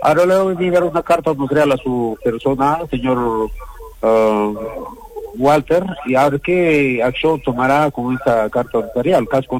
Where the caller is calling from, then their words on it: Arequipa, Peru; Buenos días, señores periodistas. Buenos días … de Arquipa.